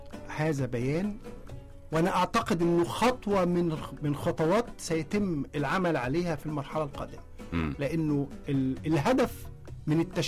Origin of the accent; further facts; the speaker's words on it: Egypt; انا مواطن مصري